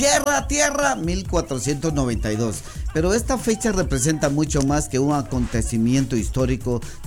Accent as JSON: {"language": "Spanish", "country": "Guatemala"}